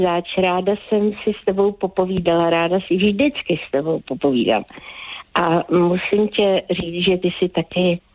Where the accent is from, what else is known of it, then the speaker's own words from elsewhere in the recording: Central Bohemian Region, Czechia; born there; všechny jeho knížky a zvláště ty od Berounky, ty miluju a jsem ráda, že Ota Pavel je dvorní spisovatel mého rodného kraje.